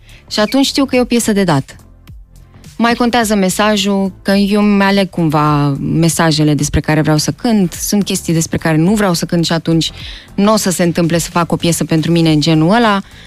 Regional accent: Romania; ar trebui să știe că sunt româncă

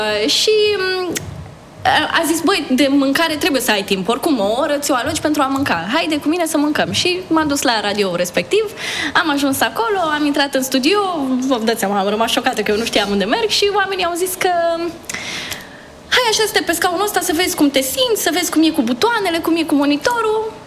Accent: Iași, Iași County, Romania; Eram la facultate de jurnalism în Iași, eu sunt din Iași

